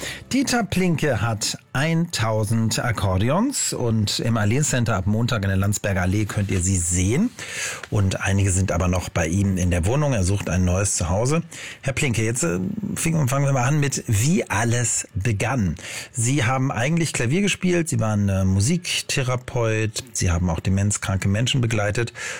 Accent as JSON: {"language": "German", "region": "Northern Germany", "country": "Germany", "said": "ich bin ja aus Norddeutschland, das heißt, da ist es ein noch gängigeres Instrument vielleicht als hier."}